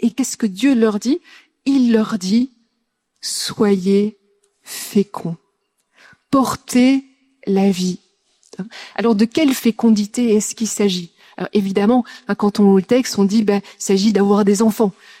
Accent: Brussels-Capital Region, Belgium; now in Paris, France; Moi, je suis née à Bruxelles. J'ai grandi dans la banlieue bruxelloise. Et puis, je suis arrivée à Paris.

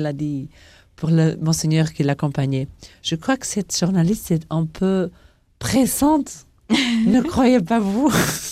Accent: Portugal; French is a second language; now in Vatican City; Oui, absolument. Il n'y a pas beaucoup de portugaises ici.

